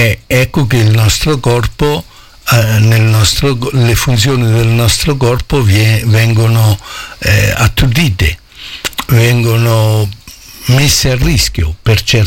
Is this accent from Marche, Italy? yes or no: yes; Montappone, Marche, Italy; born there; detto da me che sono nato a Montappone, che dove i cappelli si fanno per tutto il mondo